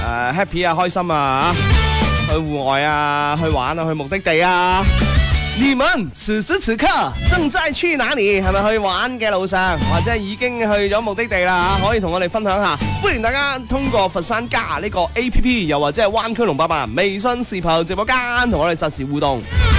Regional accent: Guangdong, China; 我哋广东人好务实㗎

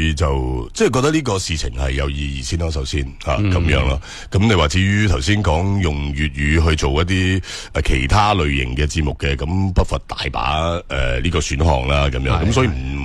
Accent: Guangdong, China

